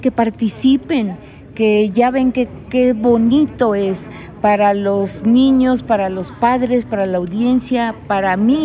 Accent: Altotonga, Veracruz, Mexico; somos foráneos, ya que venimos de Altotonga, Veracruz

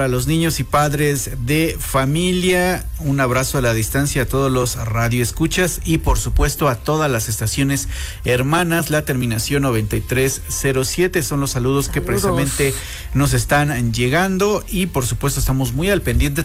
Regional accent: Zacapoaxtla, Puebla, Mexico; Mi pueblo mágico favorito yo creo que es Zacatlán, y mi pueblo no mágico sin duda es Zacapuaxtla.

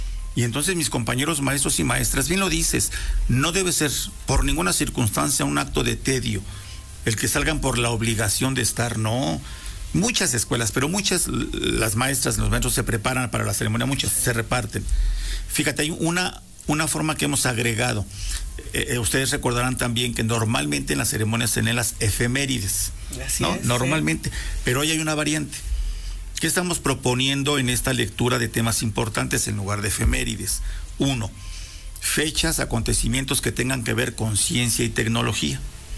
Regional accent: Mexico; identificación de por qué somos mexicanos y por qué tenemos que defender a la patria.

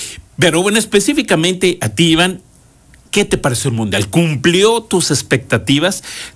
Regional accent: Mexico; Incluso nosotros como mexicanos deberíamos entenderlo

